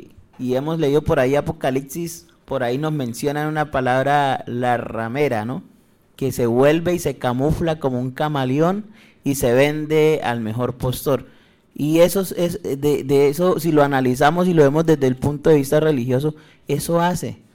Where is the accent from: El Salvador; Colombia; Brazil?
Colombia; ese punto de resistencia somos nosotros los colombianos.